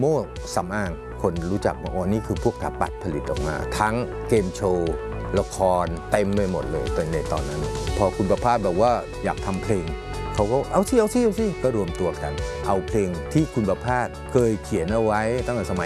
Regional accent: Bangkok, Thailand; born there; จริงๆแล้วก็64แล้วเกิดในกรุงเทพมหานครแต่คุณพ่อแม่เป็นชาวสมุทรสงครามอัมพวาบางคนทีแถวๆนั้นนะครับมีสวนเป็นบ้าน

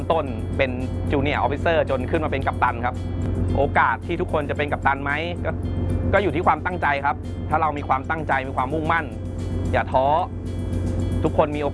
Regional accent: Phitsanulok, Thailand; ผมเนี่ยเป็นคนจังหวัดพิษณุโลกจบการศึกษามัธยมจากโรงเรียนพิษณุโลกวิทยาคม

